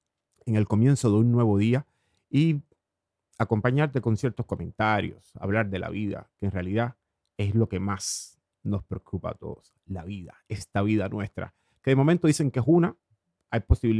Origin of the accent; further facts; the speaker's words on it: Cuba; soy cubano